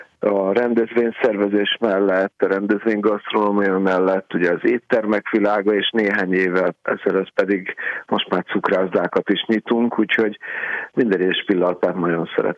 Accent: Budapest, Hungary; a Murizsmond körtér mellett nőttem fel, és ott a Gellért szállodában nagyon sok izgalmas autót láttam

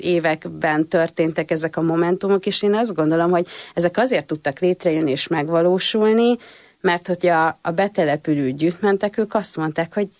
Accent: Borsod-Abaúj-Zemplén, Hungary; konkrétan a mi házunk mögött nincsen kerítés, ahol felnőttem. Hát ott így kezdődik a bükk. Osztszevasz. És akkor így mész kilométereket, mire Diósgyőrbe lyukadsz ki.

